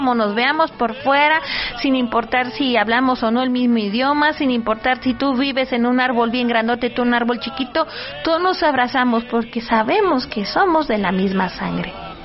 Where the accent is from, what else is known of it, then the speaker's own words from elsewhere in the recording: Mexico; Celebremos que somos mexicanos de una buena manera y de manera muy sana.